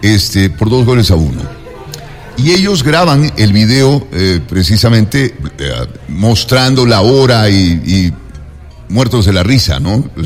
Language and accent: Spanish; Spain; Pero ahora, también hay que entender, nosotros somos españoles.